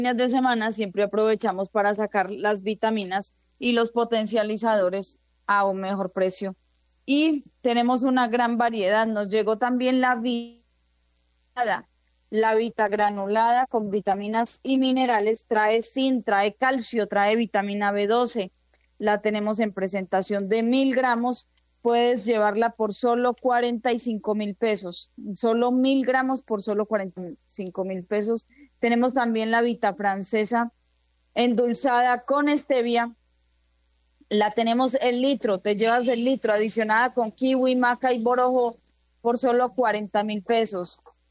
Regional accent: Argelia, Antioquia, Colombia; Este domingo voy a estar por allá ejerciendo mi deber del voto en Argelia. Saludito muy especial a mi pueblito del alma.

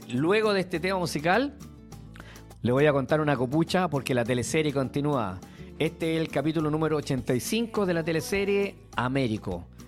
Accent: Chile; digo como chileno

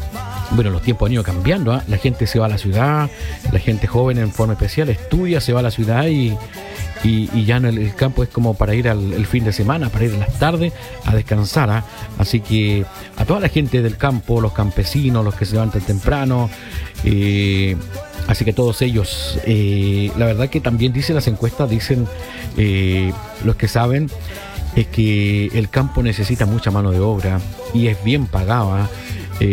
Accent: Chile; Recuerde que somos chilenos.

